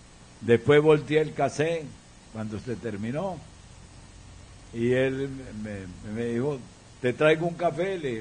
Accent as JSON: {"language": "Spanish", "region": "Táchira", "country": "Venezuela", "said": "necesito hacerte una entrevista para mi pueblo del Táchira y de Venezuela."}